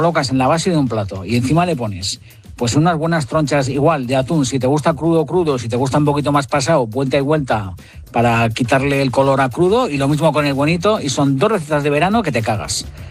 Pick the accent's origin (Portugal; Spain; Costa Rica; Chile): Spain; Hondarribia, Basque Country; born there; A ver, yo soy bonitero, porque yo soy del Cantábrico. Yo soy nacido en Hondarribi y yo soy bonitero del norte a tope.